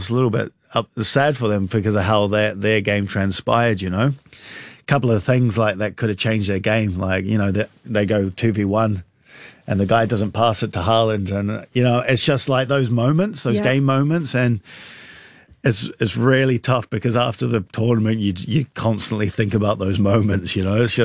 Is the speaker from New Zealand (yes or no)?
yes; New Zealand; I think that would be probably with most kids growing up in New Zealand around that time, 80s, 90s kids, I think would always support New Zealand over a club team.